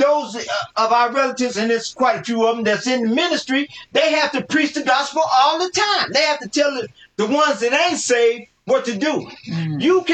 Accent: Oklahoma City, Oklahoma, United States; I'm talking about myself. I'm from Oklahoma City, Oklahoma.

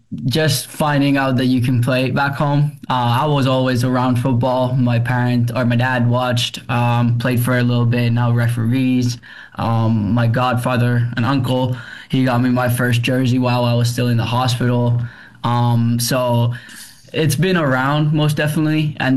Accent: Tampere, Pirkanmaa, Finland; moved away as an adult; also born or lived in Helsinki; now in Saint Paul, United States; I played all throughout, I think, U17 in Tampere, which is my hometown team, Tampere Saints.

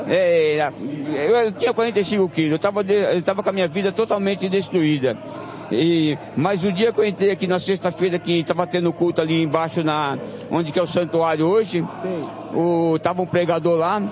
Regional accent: Pernambuco, Brazil; now in São Paulo, Brazil; Eu sou de Pernambuco, né? Mas eu estou aqui em São Paulo já há algum tempo.

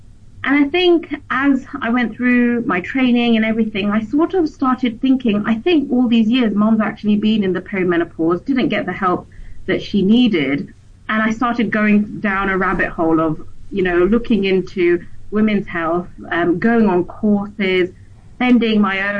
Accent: Surrey, South East England, United Kingdom; moved away as an adult; now in United Arab Emirates; born and raised in Surrey in England. And moved to the UAE about 17 months ago now

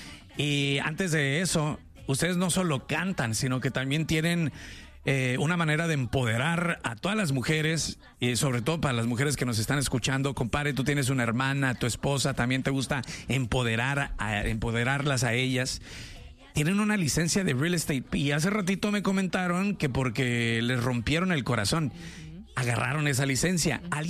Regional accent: Michoacán, Mexico; Yo soy de Michoacán también.

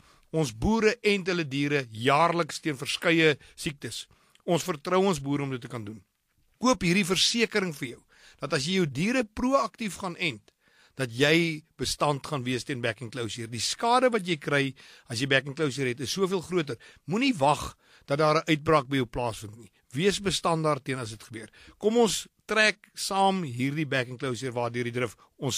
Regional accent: Kuruman, Northern Cape, South Africa; Ek kom van Kuruman af.

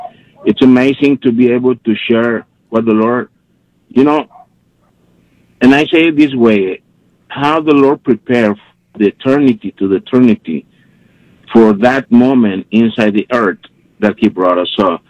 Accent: Monterrey, Nuevo León, Mexico; now in United States; I was born in Monterrey

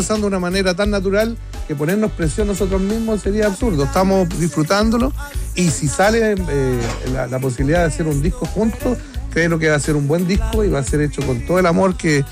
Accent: Chile; nosotros somos chilenos, latinos

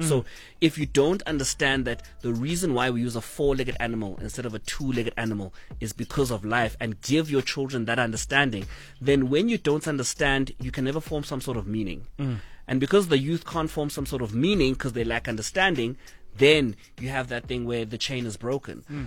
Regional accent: South Africa; first language Zulu; English is a second language; I can definitely understand other languages. But at home, it's Zulu with a bit of English.

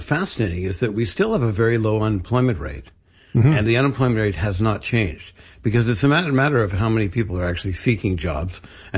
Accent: Canada; Canadians, unlike the sort of the cliche about us, we are patriotic. We're not jingoistic. We're not in your face, kind of arrogant, but we're proud of our country.

